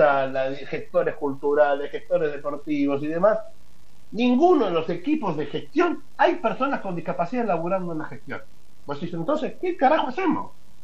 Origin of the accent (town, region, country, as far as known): Argentina